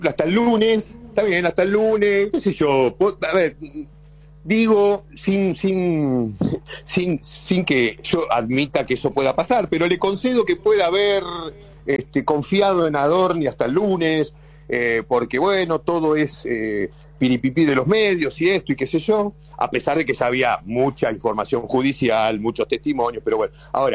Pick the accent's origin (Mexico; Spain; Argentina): Argentina; como ciudadano argentino, la verdad que me da tristeza que sea nuestro presidente un tipo tan desequilibrado